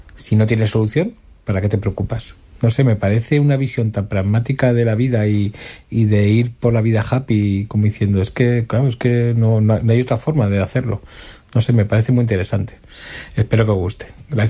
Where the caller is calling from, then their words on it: Madrid, Community of Madrid, Spain; de Madrid.